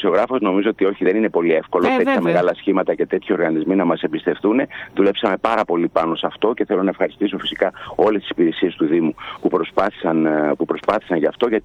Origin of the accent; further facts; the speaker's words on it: Tagarades, Central Macedonia, Greece; Σας καλημερίζω από την όμορφη Θέρμη και τους Σταγαράδες στο χωριό μου.